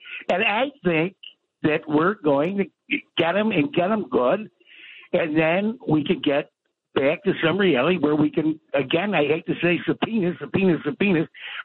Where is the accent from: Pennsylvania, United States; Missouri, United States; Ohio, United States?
Missouri, United States; Well, when I see it, I'll believe it. I'm from Missouri.